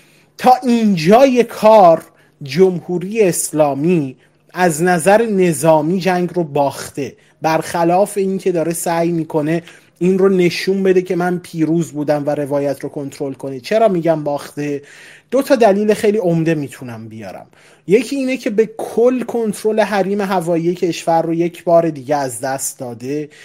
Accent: Iran; خب من به عنوان یه ایرانی خودم اصلا و بعدا موافق هیچ گونه تجاوز و حمله علیه خاک ایران نبودم و نیستم

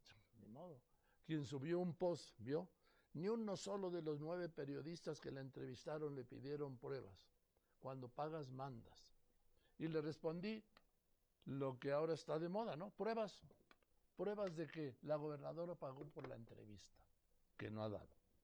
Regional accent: Madrid, Community of Madrid, Spain; born there; Entonces yo sí nací en Madrid.

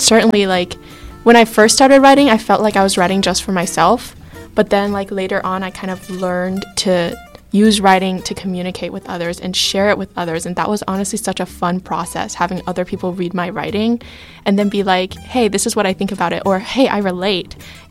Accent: China; I'm like half Asian, half white, and I grew up in China.

